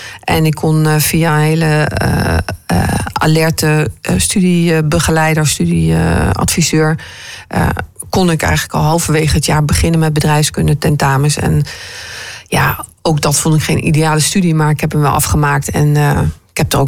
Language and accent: Dutch; Arnhem, Gelderland, Netherlands; moved away as an adult; now in Groningen, Netherlands